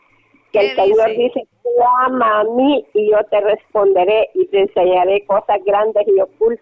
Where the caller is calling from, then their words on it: San Pedro Sula, Cortés, Honduras; Yo la llamo en San Pedro